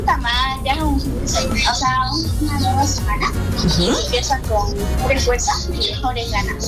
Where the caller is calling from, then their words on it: Santa Cruz de la Sierra, Santa Cruz, Bolivia; De aquí, en Santa Cruz